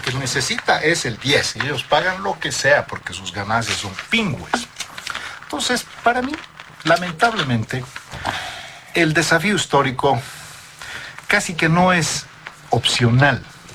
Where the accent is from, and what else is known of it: Bolivia